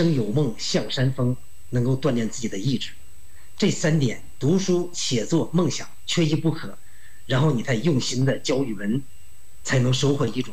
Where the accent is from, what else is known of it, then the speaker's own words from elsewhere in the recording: Xinglong, Hebei, China; 我们家乡的雾灵山是燕山主峰，